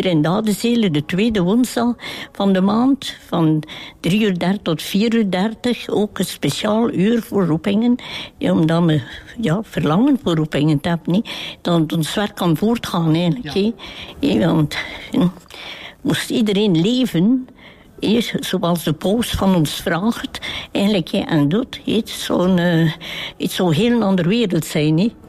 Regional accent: Nieuwpoort, Flanders, Belgium; now in Kortemark, Belgium; Van aan de kust, van Niepoort ben ik.

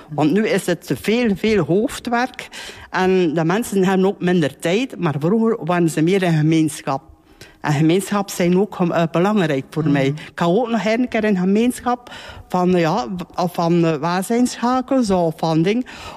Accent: Moorslede, Flanders, Belgium; born there; Ik ben hier geboren in Moorsleden en die vroeger het rusthuis is in Moorsleden.

